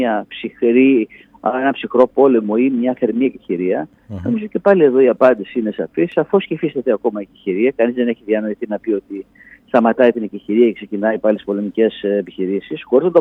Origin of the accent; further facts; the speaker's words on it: Greece; ως Έλληνες, ως χώρα